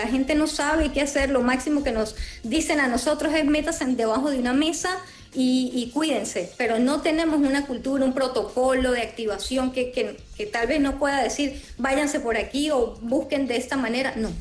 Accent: Venezuela; nosotros como venezolanos no tenemos una cultura tal vez como la tienen ustedes en Chile

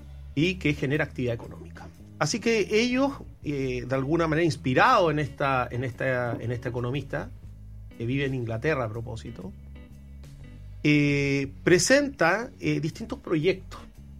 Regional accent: Chile; todos nosotros como chilenos

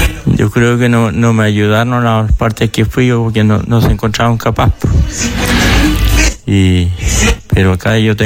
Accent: Maule, Chile; De la montaña de Teno.

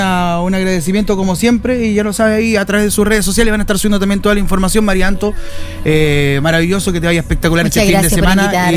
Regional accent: Chile; nos une a todos como chilenos

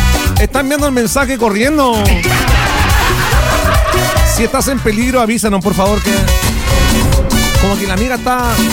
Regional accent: Quintero, Valparaíso, Chile; yo soy de Quintero

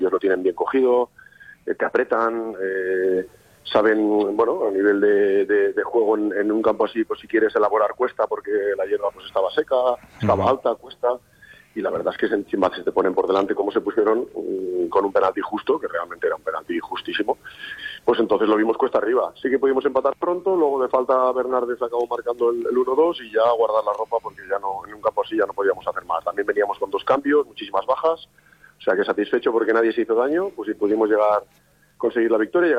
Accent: Lleida, Catalonia, Spain; yo soy de Lleida

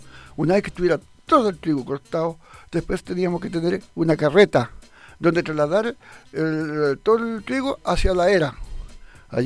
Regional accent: Chanco, Maule, Chile; born there; ese legado lo llevé de Quechanco, de Escuela 1.

